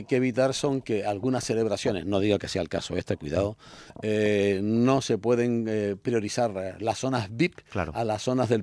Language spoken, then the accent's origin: Spanish; Tenerife, Canary Islands, Spain; como canarios y como tinerfeños, debemos estar muy, muy orgullosos